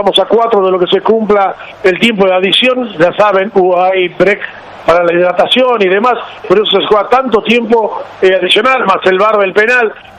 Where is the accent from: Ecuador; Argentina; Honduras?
Argentina